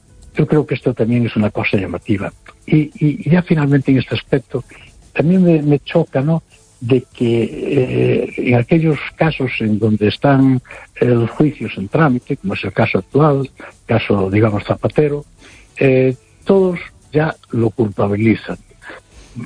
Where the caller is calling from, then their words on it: Noia, Galicia, Spain; Hola, buenas noches